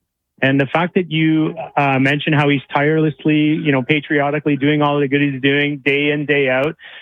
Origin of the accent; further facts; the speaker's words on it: Canada; I'm Canadian, but when I saw